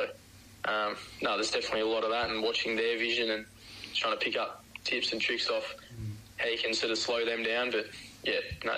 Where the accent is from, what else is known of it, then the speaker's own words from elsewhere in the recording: Wagga Wagga, New South Wales, Australia; I'm from Wagga Wagga, so that is in the Giants region. So I sort of had access to the Giants Academy when I was growing up